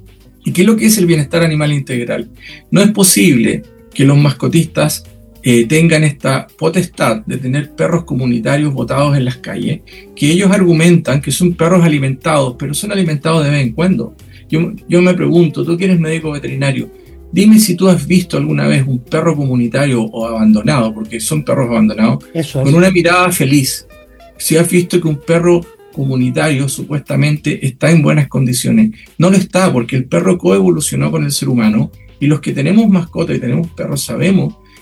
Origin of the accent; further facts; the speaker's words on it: Chile; also born or lived in England / United States; somos los chilenos que no tenemos la costumbre de cuidar a nuestros animales y hacernos responsables de lo que ellos hagan. Yo viví fuera de Chile, en Inglaterra y en Estados Unidos